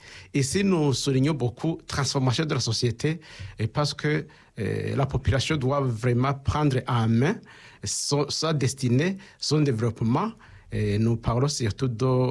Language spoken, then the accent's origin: French; Burundi; je suis burundais